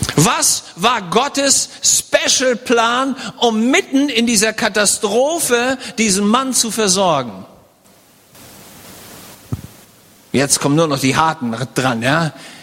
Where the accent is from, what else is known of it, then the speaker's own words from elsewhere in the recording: Germany; Ich komme aus Deutschland